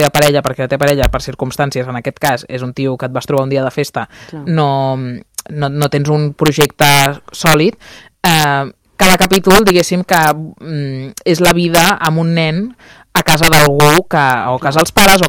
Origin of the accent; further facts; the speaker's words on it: Barcelona, Catalonia, Spain; Doncs mira, ara sortirem de Barcelona, perquè jo sóc molt barcelonina